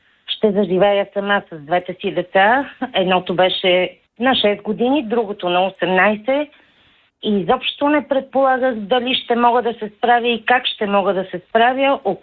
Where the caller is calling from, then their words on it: Blagoevgrad, Blagoevgrad Province, Bulgaria; съм от Благоевград.